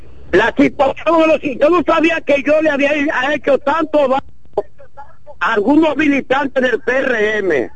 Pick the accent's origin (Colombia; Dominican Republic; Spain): Dominican Republic; Villaragua, Independencia; born there; now in Duvergé, Dominican Republic; en Villaragua, mi pueblo que me dio nacer.